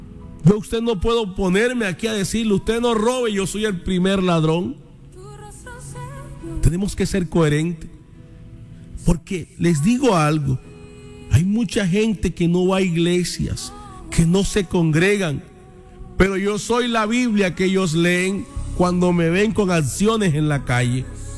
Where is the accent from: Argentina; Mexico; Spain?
Spain; Arjona, Andalusia; Yo crecí en una calle en Arjona, donde en mi casa había una señora que se congregaba en la iglesia.